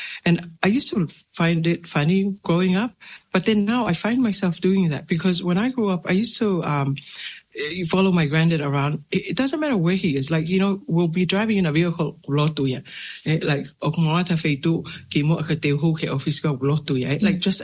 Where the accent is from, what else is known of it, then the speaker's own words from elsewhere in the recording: Tonga; now in Unknown; as a young Tongan girl growing up in Tonga and now a mum, that doesn't leave me